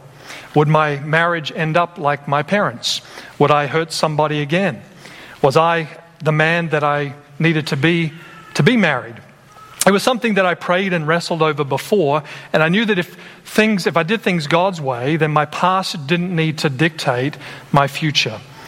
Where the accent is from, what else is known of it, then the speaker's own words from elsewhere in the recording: Australia; now in United States; And I'm a guy from Australia, and I'm here in America, and I'm thinking, well, maybe this is just a cultural thing.